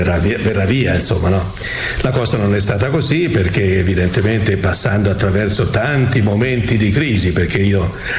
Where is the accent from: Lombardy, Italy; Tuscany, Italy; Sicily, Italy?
Tuscany, Italy; Arezzo; io sono nato ad Arezzo, non nella città ma nelle immediate vicinanze di Arezzo, tant'è che la scuola elementare io l'ho fatta dentro la città di Arezzo, ecco, per dire che eravamo molto vicino.